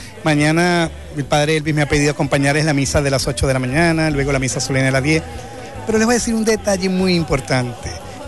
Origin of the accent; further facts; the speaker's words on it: Venezuela; pero somos venezolanos.